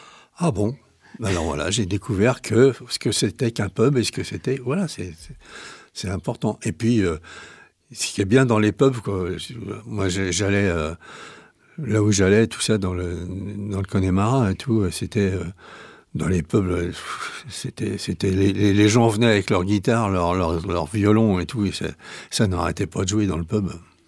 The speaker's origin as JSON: {"language": "French", "town": "Nantes", "region": "Pays de la Loire", "country": "France", "said": "Eh ben, je suis nantais, oui."}